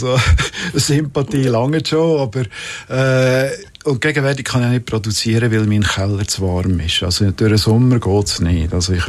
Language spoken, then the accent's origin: German; Bern, Switzerland; Und dann habe ich angefangen zu pröbeln und bin auch zum Käser im Emmental, wo ich herkomme, Weltmeister dreifachen in Fritzenhaus.